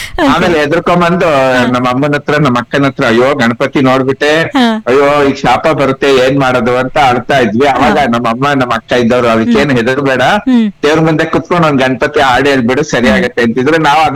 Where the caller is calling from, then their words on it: Shivamogga, Karnataka, India; Vidyanagar Shivamogga.